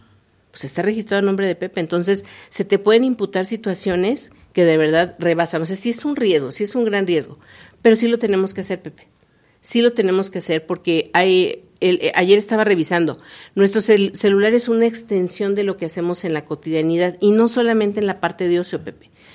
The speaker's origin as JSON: {"language": "Spanish", "country": "Mexico", "said": "como buenos mexicanos que somos"}